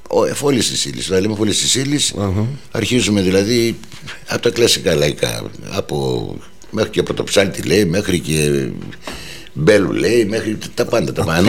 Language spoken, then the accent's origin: Greek; Athens, Attica, Greece; παρόλο που μεγάλωσα στην Αθήνα